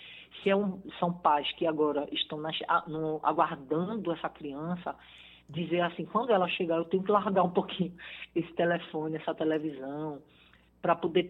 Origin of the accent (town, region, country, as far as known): Recife, Pernambuco, Brazil; now in Gravatá, Brazil